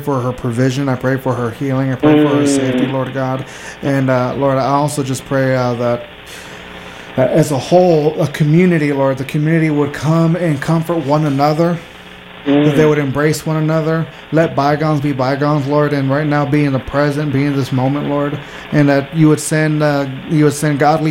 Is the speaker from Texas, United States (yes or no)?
yes; Laredo, Texas, United States; born there; So I was born in Laredo, Texas. All right. So it's a border city. It's right across from the border.